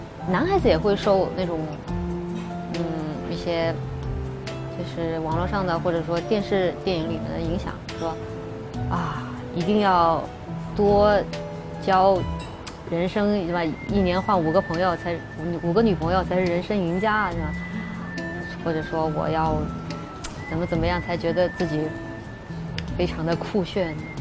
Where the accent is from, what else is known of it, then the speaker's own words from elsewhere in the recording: Chongqing, China; now in Shanghai, China; 因为在我家乡重庆，我们是穿泳衣的。然后我到了上海来